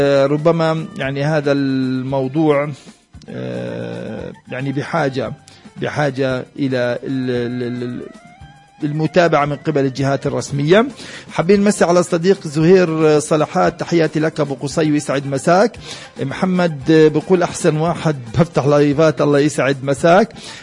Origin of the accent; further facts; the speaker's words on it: Bethlehem, Bethlehem Governorate, Palestine; عندنا في بيت لحم